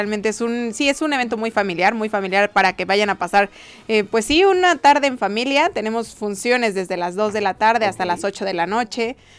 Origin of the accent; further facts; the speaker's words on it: Mexico; como los mexicanos lo celebramos